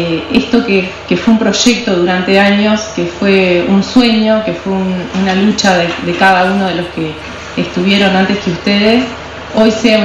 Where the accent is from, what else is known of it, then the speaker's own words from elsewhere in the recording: Uruguay; como uruguayos y como uruguayas lo tenemos instaurado